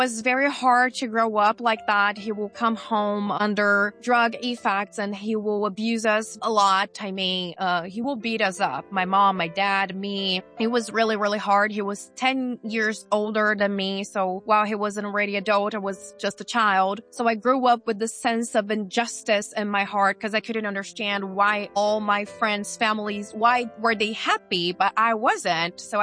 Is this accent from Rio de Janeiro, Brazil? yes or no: no; São Paulo, Brazil; now in United States; I am born and raised in Brazil. I've been living here in America for 2 years so far. I married a Texan. Howdy, everybody. And I was born in the countryside of São Paulo State in Brazil.